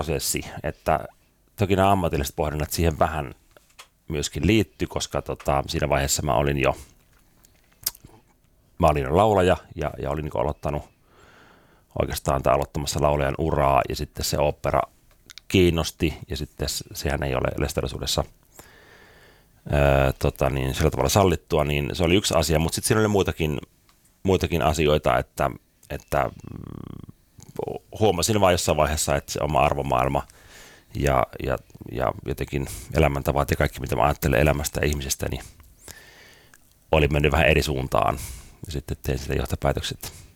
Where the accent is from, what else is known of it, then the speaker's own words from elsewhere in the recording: Rauma, Satakunta, Finland; Mä kasvoin Raumalla ison lestadiolaisperheen nuorimpana. Meillä on 15 lasta yhteensä ja yrittäjäperhe, kahvila- ja leipomalan yrityksiä.